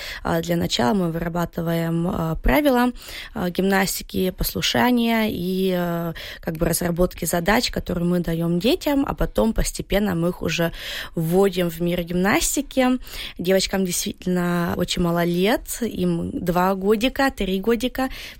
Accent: Berlin, Germany; also born or lived in Russia; Я родилась в России, и мне где-то было 8 месяцев. Мы приехали в Берлин жить. Так что я выросла, и на самом деле немка.

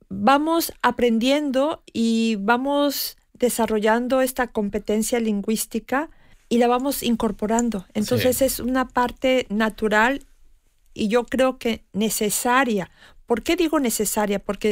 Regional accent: Mexico; first language Spanish; moved away

